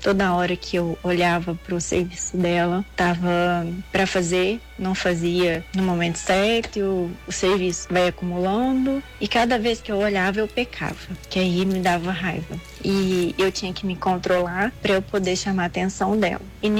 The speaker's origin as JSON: {"language": "Portuguese", "town": "Guarulhos", "region": "São Paulo", "country": "Brazil", "said": "eu sou de Guarulhos."}